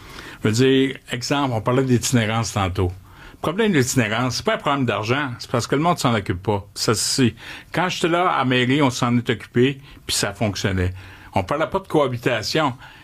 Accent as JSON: {"language": "French", "region": "Quebec", "country": "Canada", "said": "je suis fier québécois"}